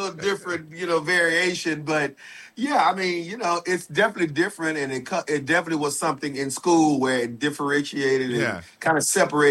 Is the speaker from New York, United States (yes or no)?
no; Houston, Texas, United States; born and raised in Houston, Texas, born and raised in the church, Pentecostal boy